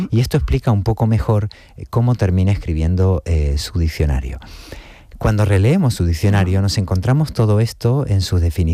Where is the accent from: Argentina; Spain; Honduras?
Argentina; Buenos Aires; que se fuga a Buenos Aires, que casualmente es mi ciudad natal.